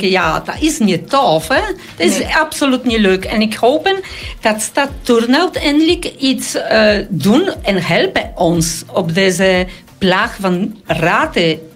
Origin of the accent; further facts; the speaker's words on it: Poland; Dutch is a second language; Nee, ik kom van Polen, mijn boerendochter. Ik ben niet zo snel bang.